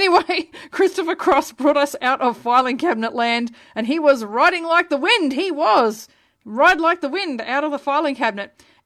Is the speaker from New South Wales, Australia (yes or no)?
no; Brisbane, Queensland, Australia; born there; I come from Brisbane. I was born there and I have to live with that.